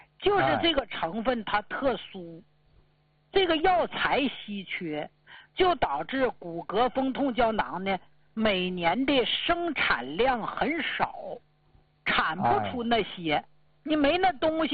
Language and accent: Chinese; Jilin, China; 咱们老家吉林